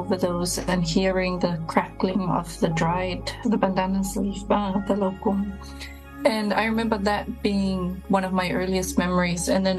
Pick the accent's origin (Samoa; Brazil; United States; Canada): Samoa; Samoans that we just do it. So it was never a question in my mind that even though my children are growing up outside of Samoa, they have their fine mats